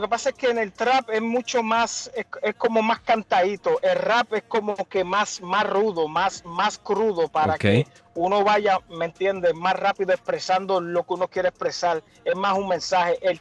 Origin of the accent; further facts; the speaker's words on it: Puerto Rico; moved away as an adult; now in United States; yo me gradué de high school allá en Puerto Rico a los 18 y me vine para acá a vivir y no he regresado.